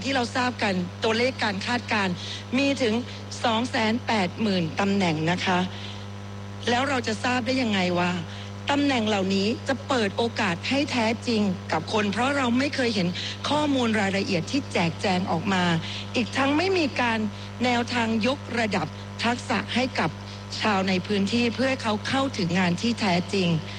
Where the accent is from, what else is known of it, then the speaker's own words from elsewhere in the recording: Phuket, Thailand; ดิฉันในฐานะชาวใต้คนหนึ่งจากจังหวัดภูเก็ต